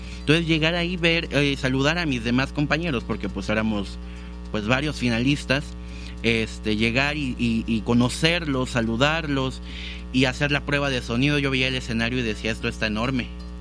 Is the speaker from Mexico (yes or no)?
yes; Mexico